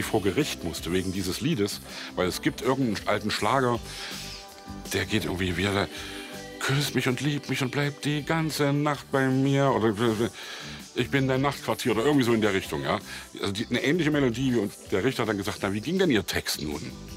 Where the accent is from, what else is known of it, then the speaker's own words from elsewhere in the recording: East Germany, Germany; ein Lied über mein erstes Westauto, ich als Ossi, ja.